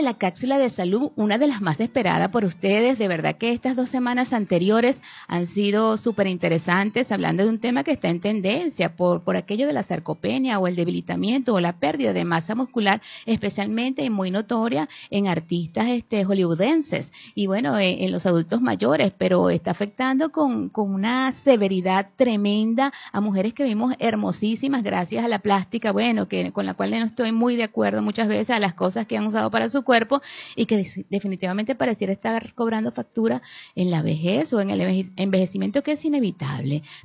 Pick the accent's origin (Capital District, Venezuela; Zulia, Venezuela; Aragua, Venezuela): Capital District, Venezuela; Caracas; que la compuso por supuesto … honor a mi ciudad natal, a la capital de Venezuela.